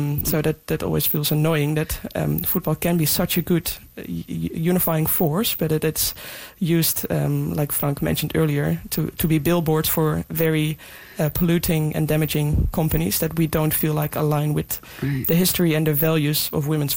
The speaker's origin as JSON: {"language": "English", "country": "Netherlands", "tie": "born or raised there"}